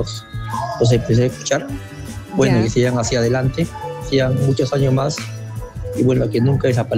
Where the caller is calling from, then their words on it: Carmen de la Legua, Callao, Peru; de Lima. Del Callao de Carmen de la Legua